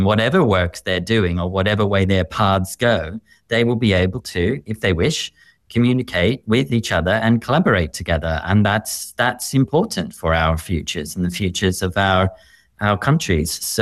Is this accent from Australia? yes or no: yes; Melbourne, Victoria, Australia; My first experience of something like that was when I grew up in Australia. You might hear it a little bit in my accent, but, you know, in the edge of Melbourne, in a small little suburb.